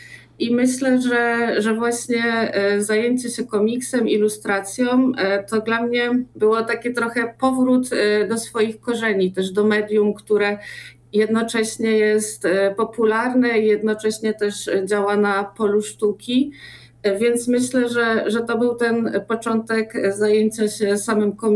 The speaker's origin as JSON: {"language": "Polish", "region": "Subcarpathian Voivodeship", "country": "Poland", "moved": "as an adult", "lives_now": "Kraków, Poland", "said": "ja wywodzę się ze środowiska, które nie jest w żaden sposób artystyczne, z mniejszej miejscowości, ze wsi niedaleko Dębicy, Tarnowa na Podkarpaciu."}